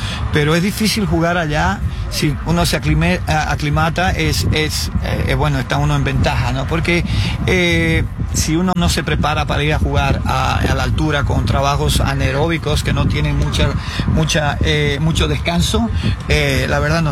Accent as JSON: {"language": "Spanish", "town": "Santa Cruz de la Sierra", "region": "Santa Cruz", "country": "Bolivia", "moved": "yes", "said": "Yo soy de Santa Cruz, Bolivia."}